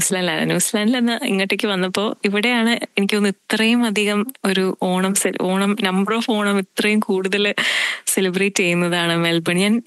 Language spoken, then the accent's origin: Malayalam; Thiruvananthapuram, Kerala, India; ഞാൻ ട്രിവാൻഡ്രത്തിൽ നിന്നാണ്, അപ്പൊ അവിടെ അങ്ങനെയൊക്കെയാണ്.